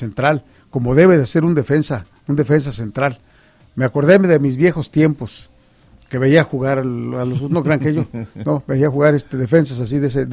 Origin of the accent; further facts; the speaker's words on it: Mexico; porque hay que ser honestos como mexicanos.